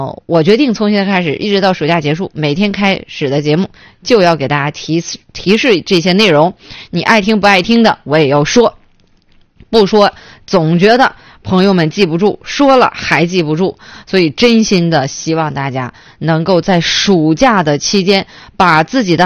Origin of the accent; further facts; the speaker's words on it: Northeast China, China; 我们作为东北人